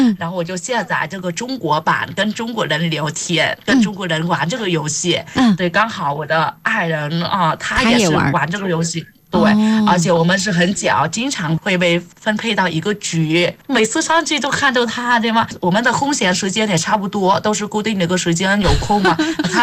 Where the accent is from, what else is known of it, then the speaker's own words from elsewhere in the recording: Vietnam; Chinese is a second language; moved away as an adult; now in China; 在我们越南的语言就是这样。